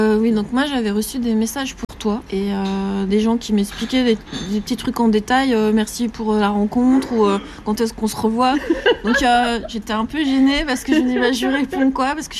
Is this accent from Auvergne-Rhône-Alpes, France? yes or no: yes; Auvergne-Rhône-Alpes, France; born there; Alors, par exemple, moi, je suis née en Auvergne. C'est vraiment le hasard. C'était la mutation de mes parents là-bas.